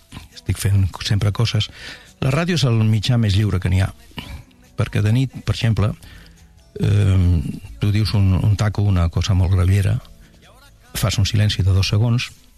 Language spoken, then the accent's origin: Catalan; Barcelona, Catalonia, Spain; born or raised there